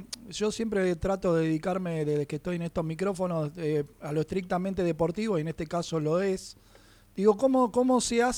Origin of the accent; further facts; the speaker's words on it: Buenos Aires, Argentina; yo, bueno, vengo de Buenos Aires, qué sé yo, soy hincha, confeso, de Vélez Sarsfield